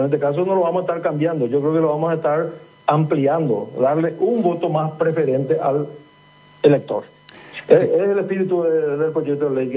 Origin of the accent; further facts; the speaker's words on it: Presidente Hayes, Paraguay; En mi caso, que soy de Presidente Hayes